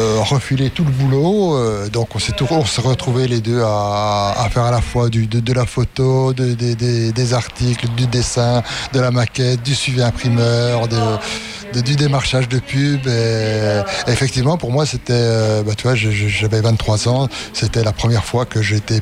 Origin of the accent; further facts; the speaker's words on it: Besançon, Bourgogne-Franche-Comté, France; also born or lived in Lons-le-Saunier; Ouais, mais Lens-le-Saunier, j'y suis juste né, quoi. Après, j'ai grandi à Besançon.